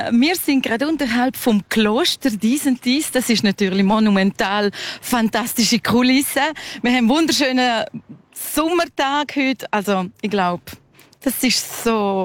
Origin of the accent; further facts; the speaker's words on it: Trun, Grisons, Switzerland; German is a second language; Wir haben alle dann die Sprache Romansch müssen lernen. Als Spanierin habe ich mich sehr integriert in der Romanchia. Ich bin in Traun aufgewachsen.